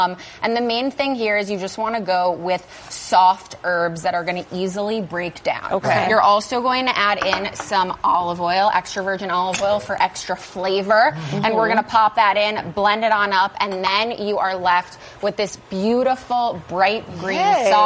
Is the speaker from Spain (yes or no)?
no; Chicago, Illinois, United States; other than adding a lot of cheese, because I'm from the Midwest and I can't help myself.